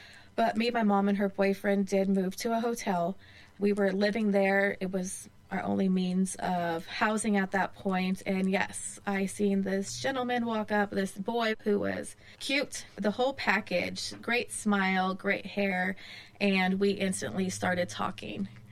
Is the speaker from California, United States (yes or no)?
yes; Hayward, California, United States; now in Modesto, United States; because I came from Hayward, right?